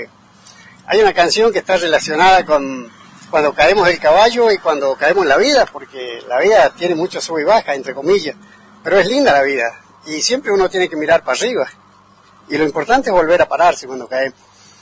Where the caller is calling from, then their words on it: Mendoza, Argentina; Soy allá de Salitral, de Campo El Terrón.